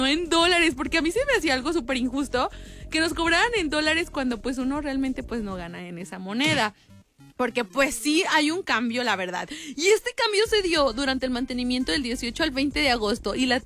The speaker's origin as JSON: {"language": "Spanish", "town": "León", "region": "Guanajuato", "country": "Mexico", "accent": "cantadito (León)", "said": "¿Sí creen que los leoneses tenemos el acento así cantadito"}